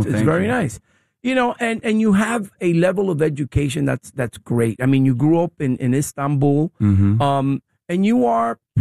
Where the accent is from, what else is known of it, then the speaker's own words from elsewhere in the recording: New York City, New York, United States; I come from the Lower East Side, bro. I'm an immigrant. I hustled.